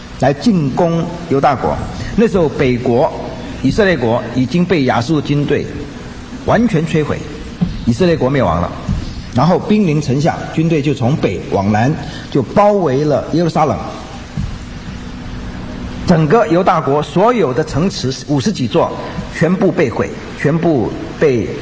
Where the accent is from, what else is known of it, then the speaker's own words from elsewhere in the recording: China; 我们中国人很多都是多神论的